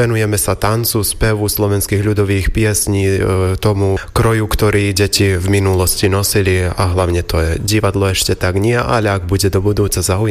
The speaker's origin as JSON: {"language": "Slovak", "town": "Lug", "region": "Vojvodina", "country": "Serbia", "said": "a potom aj tu v obci Beučín, alebo tu na doma v Lugu."}